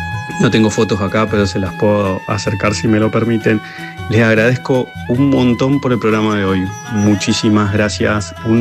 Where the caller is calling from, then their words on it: Corrientes, Argentina; soy de Corrientes